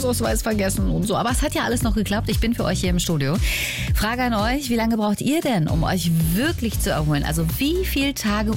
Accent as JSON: {"language": "German", "region": "Berlin", "country": "Germany", "said": "Jetzt überlege ich als Berlinerin schon, ob man Viertel vier oder Viertel nach drei sagt."}